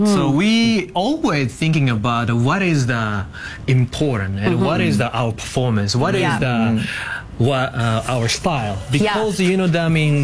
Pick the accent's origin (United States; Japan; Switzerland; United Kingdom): Japan; English is a second language; we are of course from Japan. Yes. All members from Japan.